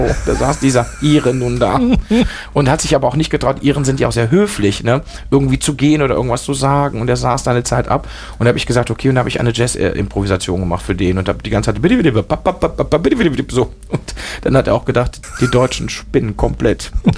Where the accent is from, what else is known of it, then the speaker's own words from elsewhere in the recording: Germany; born there; first language Spanish; German is a second language; also born or lived in Spain; Also ich bin hier geboren in Deutschland. Als ich ein halbes Jahr alt war, meine Eltern sich getrennt. Und dann ist meine Mutter mit uns Kindern nach Spanien. Und da bin ich erstmal eingeschult worden und habe erstmal nur Spanisch gesprochen.